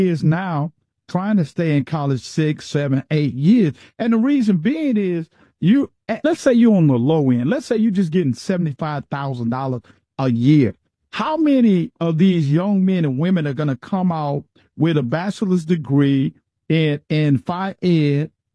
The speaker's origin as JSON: {"language": "English", "region": "the South", "country": "United States", "said": "now, look, so I'm from the South."}